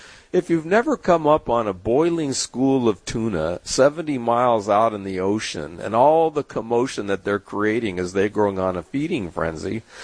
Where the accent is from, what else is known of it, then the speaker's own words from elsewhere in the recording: San Diego, California, United States; my years growing up in San Diego